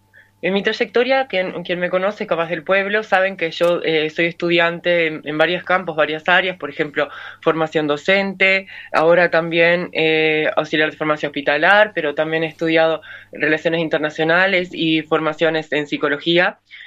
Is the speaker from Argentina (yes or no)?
no; Noblía, Cerro Largo, Uruguay; also born or lived in Melo / United States; now in Montevideo, Uruguay; ahí es mi tierra natal. Yo soy prácticamente nacida y crecida en Noblía. Me vino a vivir de un poco más grande a Melo y después a Montevideo, pero... Está mi origen